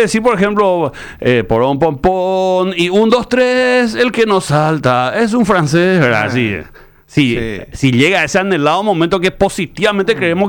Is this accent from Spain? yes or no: no; Paraguay; la grandeza que nos caracteriza como paraguayos